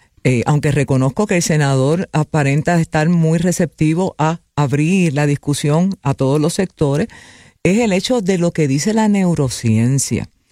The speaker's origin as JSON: {"language": "Spanish", "country": "Puerto Rico", "said": "cómo criamos a nuestros muchachos, cómo vemos a nuestros jóvenes en Puerto Rico versus la idiosincrasia estadounidense"}